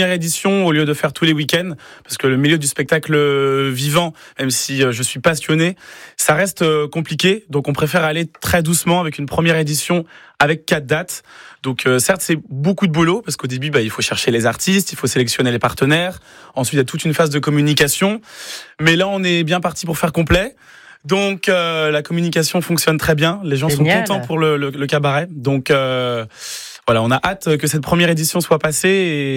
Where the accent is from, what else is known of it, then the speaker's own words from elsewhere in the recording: Brittany, France; je suis très fier aussi d'où je viens, le pays de Redon.